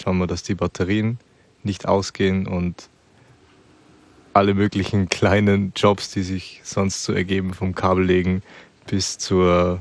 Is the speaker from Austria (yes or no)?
yes; Austria; auch für mich als ursprünglich Österreicher, Deutschland ein bisschen kennengelernt.